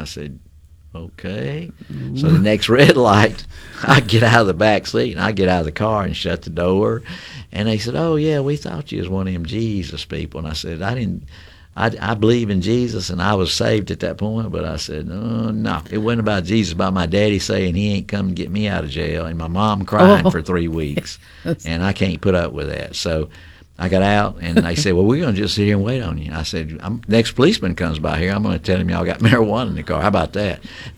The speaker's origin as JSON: {"language": "English", "town": "Jackson", "region": "Mississippi", "country": "United States", "tie": "born or raised there", "said": "I grew up in South Jackson"}